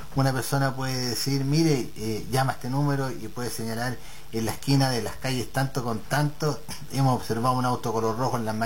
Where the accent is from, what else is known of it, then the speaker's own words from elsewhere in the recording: Chile; nos enorgullecen como chilenos